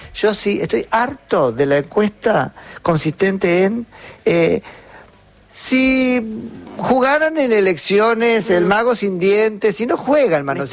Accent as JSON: {"language": "Spanish", "country": "Argentina", "said": "pagamos carísimo como argentinos"}